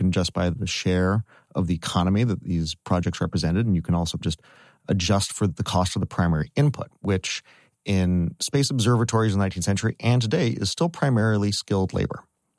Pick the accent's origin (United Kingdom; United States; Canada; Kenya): Canada; I was a big fan of science fiction growing up. I grew up in Canada, and I really always enjoyed just going out on the winter nights and looking up at the stars.